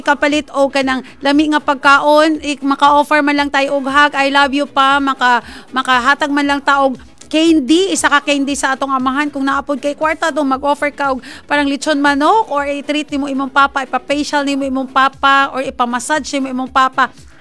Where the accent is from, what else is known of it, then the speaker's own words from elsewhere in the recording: Western Visayas, Philippines; Opo, from origin po kami, Samlang. Opo, we are Ilonggo. Ayan. Ilonggo po yung pure Ilonggos po ang aking father. And then mestiza naman, Castilla mestiza.